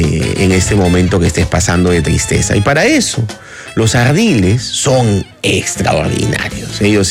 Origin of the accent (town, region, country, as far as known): Peru